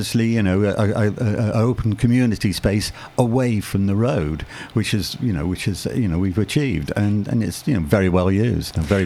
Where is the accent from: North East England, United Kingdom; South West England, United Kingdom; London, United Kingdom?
South West England, United Kingdom; Bath; now in Bradford, United Kingdom; We grew up in Bath. West Country.